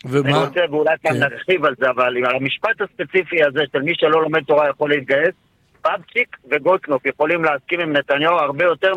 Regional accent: Jerusalem, Jerusalem District, Israel; כי בירושלים, כירושלמי מכל חיי

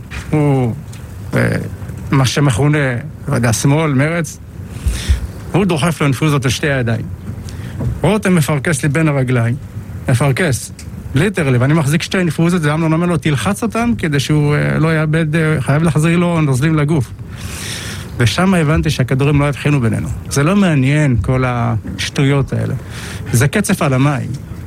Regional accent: Gedera, Central District, Israel; born or raised there

